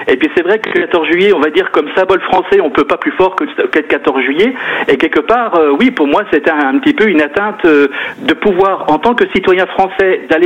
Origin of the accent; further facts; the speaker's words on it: France; Mais nous, vous comme moi, on est français, on est chez nous